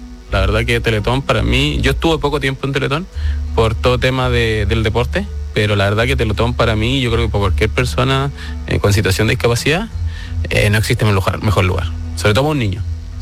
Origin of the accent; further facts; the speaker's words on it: Rengo, O'Higgins, Chile; Yo nací en 97, sí, yo estoy en Rengo, soy originario, oriundo de Rengo, la sexta región, estoy en el colegio Antilén